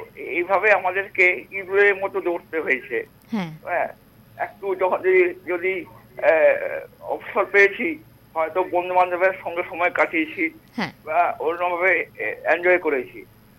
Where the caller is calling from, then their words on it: Udaipur, Tripura, India; আমি উদয়পুর থেকে